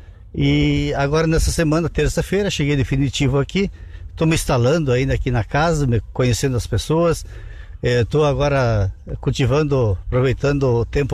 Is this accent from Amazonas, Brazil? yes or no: no; Nova Palma, Rio Grande do Sul, Brazil; moved away as an adult; also born or lived in Jaguari; now in Restinga Seca, Brazil; Eu fiquei os últimos 4 anos e meio em Jaguari, mas eu sou natural de Nova Palma.